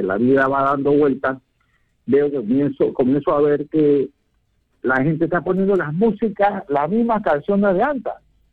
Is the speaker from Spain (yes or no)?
no; Panama City, Panamá, Panama; also born or lived in San Miguelito; yo soy panameño y desde niño cuando caminaba por las calles de Betania